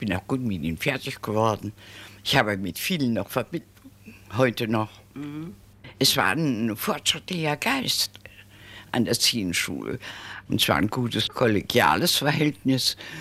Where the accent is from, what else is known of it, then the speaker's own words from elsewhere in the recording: Hesse, Germany; now in Frankfurt, Germany; Obwohl meine Heimat an der waldeckischen Grenze, zwischen Frankenberg und Korbach, ganz auf dem Lande, mich immer noch anzieht